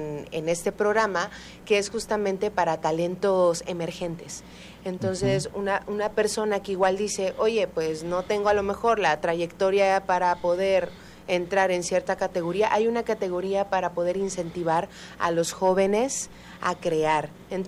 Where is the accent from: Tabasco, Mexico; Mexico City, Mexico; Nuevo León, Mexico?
Tabasco, Mexico; el poder estar lejos de mi tierra hizo también extrañar muchísimo